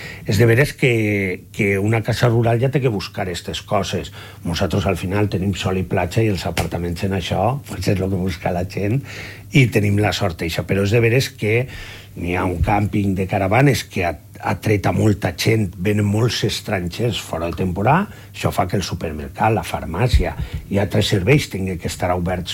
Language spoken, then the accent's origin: Catalan; Gandia, Valencian Community, Spain; Jo soc de Gandia